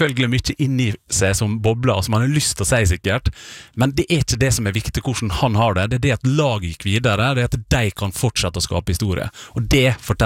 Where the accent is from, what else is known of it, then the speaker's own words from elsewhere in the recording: Møre og Romsdal, Norway; Så klart dette betyr mye for oss som sunnmøring, at vi har en som så sentral.